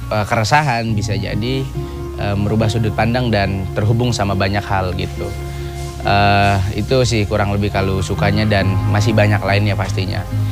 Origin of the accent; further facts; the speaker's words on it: Bekasi, West Java, Indonesia; born there; kita sudah terlanjur lahir di Bantar Gebang